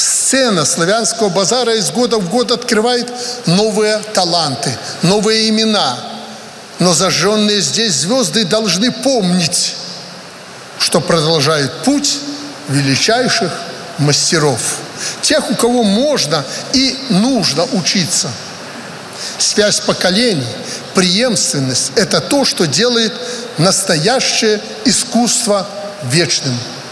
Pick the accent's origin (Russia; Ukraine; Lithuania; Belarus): Belarus; мы, белорусы